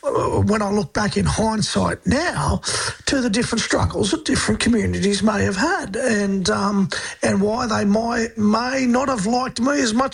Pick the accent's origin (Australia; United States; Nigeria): Australia; Central Coast, New South Wales; as a young lad growing up on the Central Coast